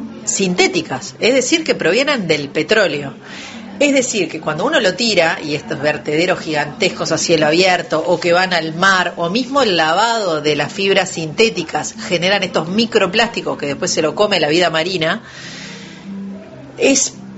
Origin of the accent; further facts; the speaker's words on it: Uruguay; como uruguayos tenemos que abrazar y que tenemos que conservar